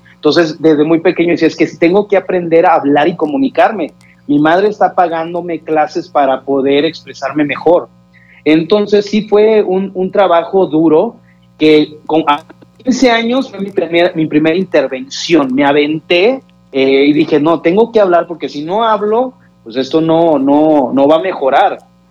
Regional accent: Matamoros, Tamaulipas, Mexico; Los que nacimos en México, volteábamos más a México.

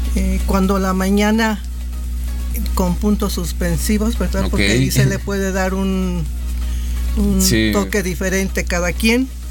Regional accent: San Luis Potosí, Mexico; Yo soy del barrio de Tlaxcala, el primer barrio de la ciudad de San Luis Potosí.

